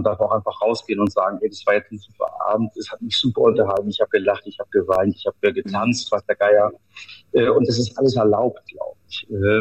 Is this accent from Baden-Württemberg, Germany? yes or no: no; Kiel, Schleswig-Holstein, Germany; moved away as an adult; now in Bavaria, Germany; habe ein Theaterfestival auch in meiner Heimatstadt Kiel gemacht